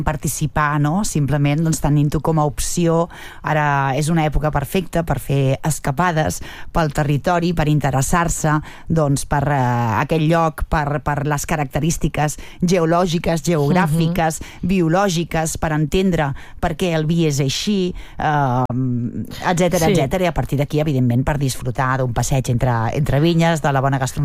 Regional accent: Catalonia, Spain; soc de Nou Barris

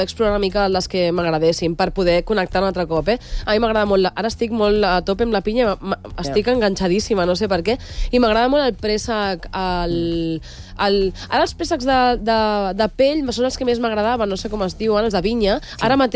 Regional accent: Santa Coloma de Gramenet, Catalonia, Spain; also born or lived in Granollers; Jo vaig néixer a Santaco, nen. Jo vaig néixer a Santaco.

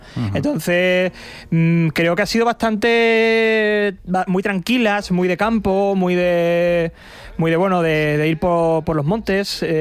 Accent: Chiclana de la Frontera, Andalusia, Spain; yo que soy de playa, pues yo soy de Chiclana, en Cádiz

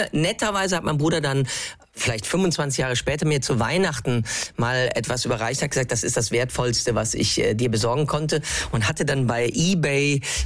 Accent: Cologne, North Rhine-Westphalia, Germany; born there; wir sind Kölner.

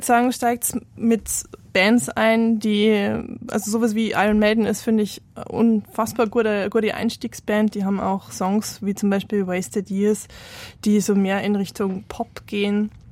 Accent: Abensberg, Bavaria, Germany; Also ich bin in der Punk-Szene aufgewachsen, die Musikszene in Abensberg war mehr oder weniger Punk-Szene

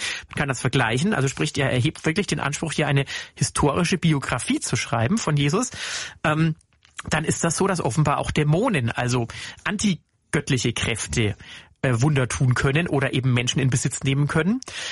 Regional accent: Hof, Bavaria, Germany; Nur Hof an der Saale, wo ich groß geworden bin, da gibt's das leider nicht im Krankenhaus, da gibt's keine Neurochirurgie, ist halt ein kleineres Provinzkrankenhaus.

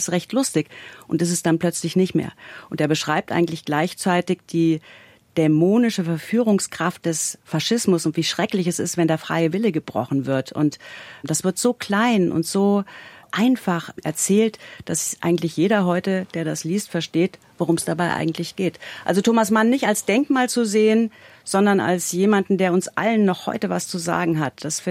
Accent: Bavaria, Germany; Mein Kindheits- und Jugendsee ist ja eigentlich der Starnberger See. Ich komme aus dem Isartal.

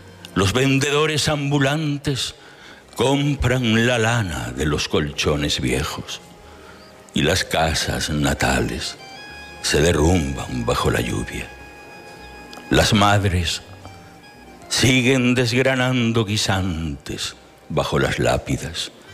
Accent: Villafranca, Spain; Es un poema que escribí en mi pueblo, en Villafranca

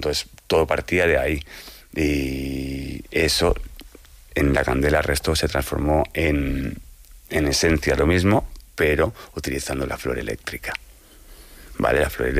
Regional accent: Brunete, Community of Madrid, Spain; also born or lived in Carabanchel; me crié allí. O sea, yo pasé de Carabanchel hasta. Luego me crié en Brunete.

